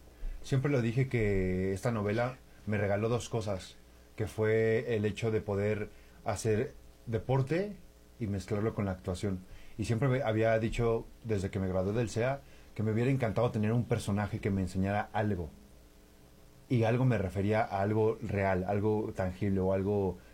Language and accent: Spanish; Tampico, Tamaulipas, Mexico; now in Mexico City, Mexico; Hace 11 años me separé de ellos, cuando me vine de Tampico para acá, para Ciudad de México.